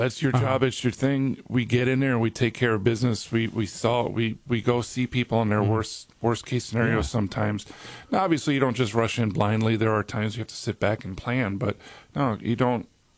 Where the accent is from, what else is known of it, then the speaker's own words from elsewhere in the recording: New York, United States; When I was growing up in New York, my parents were immigrants to this country.